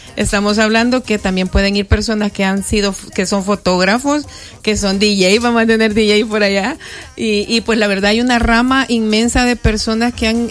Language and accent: Spanish; El Salvador